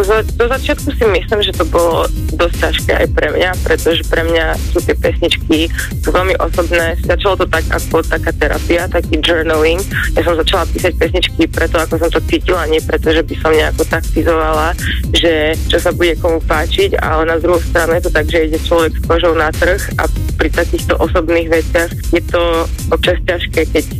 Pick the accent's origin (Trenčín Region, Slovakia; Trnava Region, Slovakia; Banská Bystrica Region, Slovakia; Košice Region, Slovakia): Košice Region, Slovakia; Košice